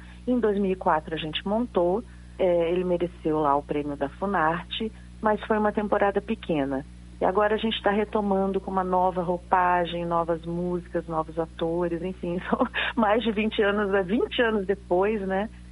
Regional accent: Rio de Janeiro, Brazil; now in Curitiba, Brazil; Eu sou carioca e vivi assistindo o Carequinha ao vivo na época, né, e muitos outros circos. O imaginário do circo, ele é muito vivo na minha infância. Isso começa por aí. Mas depois, anos mais tarde, eu vim para Curitiba

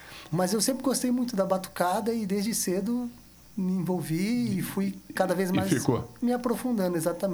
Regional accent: Curitiba, Paraná, Brazil; also born or lived in São Paulo; eu sou nascido em São Paulo, capital, mas eu me criei em Curitiba.

